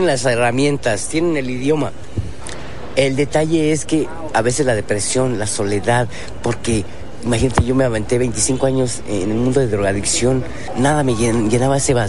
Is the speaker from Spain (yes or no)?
no; Mexico; Tenía yo 15 años, se metieron a la casa, se adueñaron de ella. Y pues la pasé mal, como mexicano en retorno.